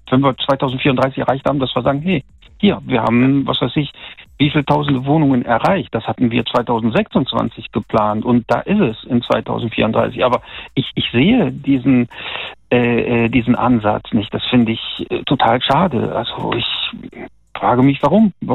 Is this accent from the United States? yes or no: no; North Rhine-Westphalia, Germany; ich komme hier aus NRW